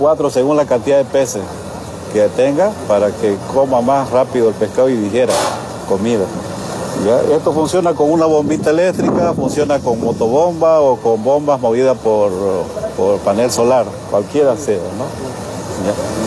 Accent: Yapacaní, Santa Cruz, Bolivia; Yo vengo de Yapacaní

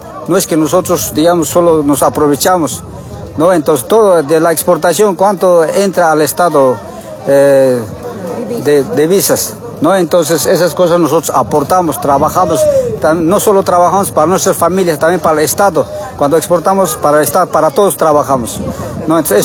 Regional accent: Bolivia

